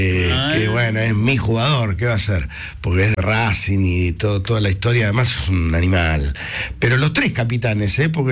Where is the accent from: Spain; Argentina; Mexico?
Argentina; ¿Somos ansiosos los argentinos o es así?